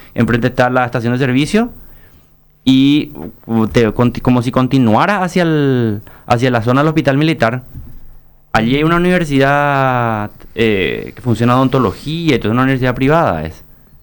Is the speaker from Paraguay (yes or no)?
yes; Asunción, Paraguay; yo soy de Sajonia, del centro y compañía